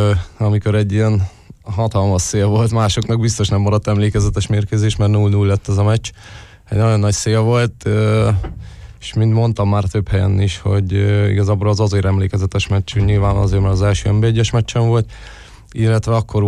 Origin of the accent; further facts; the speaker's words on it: Paks, Tolna, Hungary; paksi srác vagyok